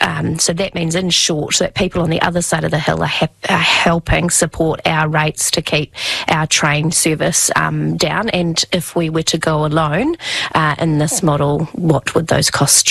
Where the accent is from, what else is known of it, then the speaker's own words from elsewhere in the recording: Wellington, New Zealand; Wairarapa proud. I love that I come from Wairarapa.